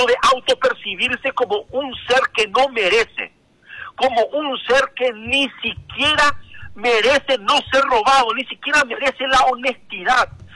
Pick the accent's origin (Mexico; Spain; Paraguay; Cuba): Paraguay; ¿Será que como paraguayos vamos a levantarnos?